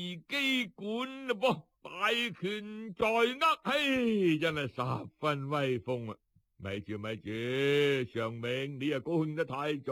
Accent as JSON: {"language": "Cantonese", "country": "China", "said": "不过呢，我哋中国人呢习惯打落水狗噶嘛"}